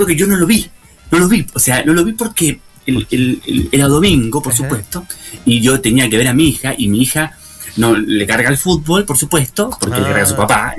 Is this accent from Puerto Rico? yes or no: no; Argentina